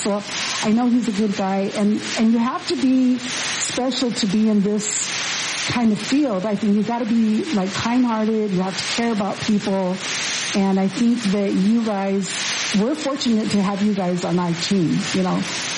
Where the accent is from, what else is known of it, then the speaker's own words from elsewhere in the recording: San Manuel, Arizona, United States; there's a small fire department where I'm from San Manuel.